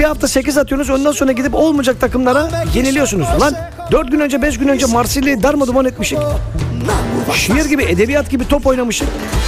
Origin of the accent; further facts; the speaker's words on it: Thrace, Turkey